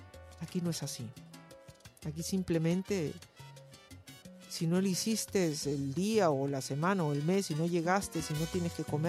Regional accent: Peru; now in United States; me dolió muchísimo como peruana

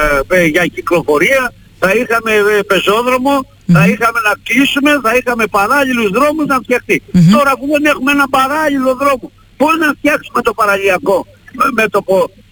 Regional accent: Vrachneika, West Greece, Greece; now in Monodendri, Greece; εμείς ζούμε στο Μονοδέντρη χρόνια, εγώ είμαι από τα Βραχνέικα, αλλά τώρα έτσι ξαφνίζει στο Μονοδέντρη, είμαι μονοδεντρίτης πλέον, αλλά εκεί είμαι και βραχιώτης

